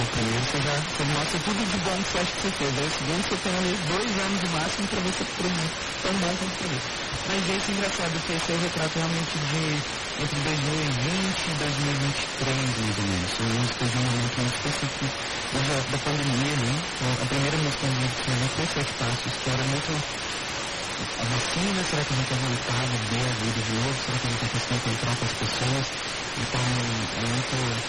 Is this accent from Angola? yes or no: no; Ouro Branco, Minas Gerais, Brazil; uma goiana que morou muito tempo no Ouro Branco, que é a cidade onde eu cresci